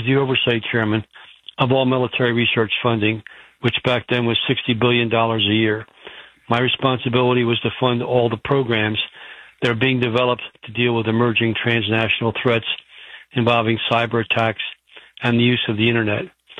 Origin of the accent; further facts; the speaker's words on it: Marcus Hook, Pennsylvania, United States; Joe Biden actually grew up in the town next to me in Claymont, Delaware. I grew up in Marcus Hook.